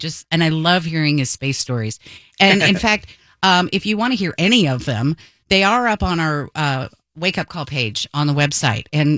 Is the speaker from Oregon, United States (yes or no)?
yes; Medford, Oregon, United States; moved away; Medford, Oregon, which is my hometown.